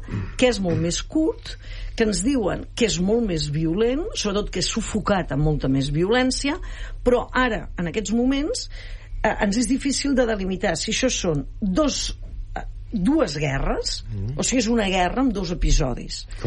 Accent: Catalonia, Spain; Pla de l'Estany, que és la meva comarca

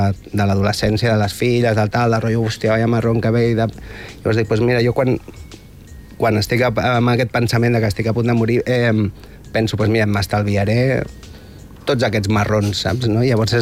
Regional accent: Sant Celoni, Catalonia, Spain; born there; moved away as an adult; now in Barcelona, Spain; vaig néixer a Barcelona, tot i que els meus pares ja s'havien anat a viure... Els meus pares són de Navarra i van viure a Barcelona uns anys, però quan jo vaig néixer van anar a Sant Celoni, però jo vaig néixer a un hospital de Barcelona

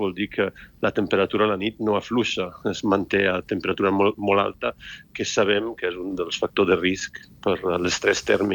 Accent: Italy; Catalan is a second language

